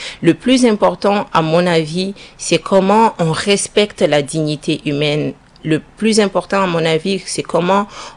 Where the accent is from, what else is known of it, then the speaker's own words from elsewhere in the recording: Mali; chez nous au Mali